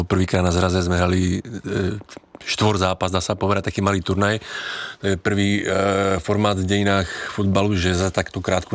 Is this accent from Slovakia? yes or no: yes; Slovakia; now in Czech Republic; To je pravda, jako fandím samozřejmě i českému národňáku, ale stále jsem Slovák, takže prvom radě slovenskému.